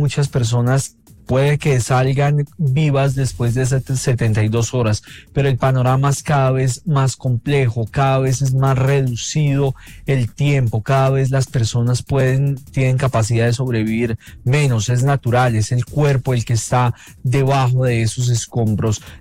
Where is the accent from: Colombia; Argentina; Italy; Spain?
Colombia